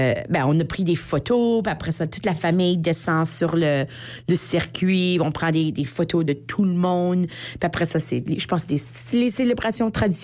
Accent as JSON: {"language": "French", "town": "Saint-Labre", "region": "Manitoba", "country": "Canada", "said": "chez nous, à Saint-Labre"}